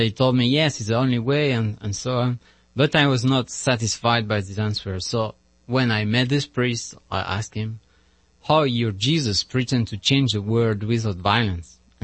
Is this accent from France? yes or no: yes; France; English is a second language; So I'm a French friar.